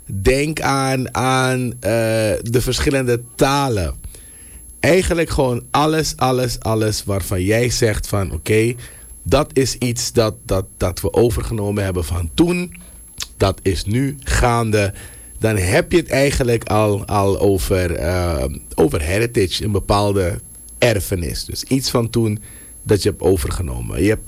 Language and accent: Dutch; Suriname; We zijn allemaal Surinamers, maar we zijn een mengelmoes. En die mengelmoes vormt Suriname.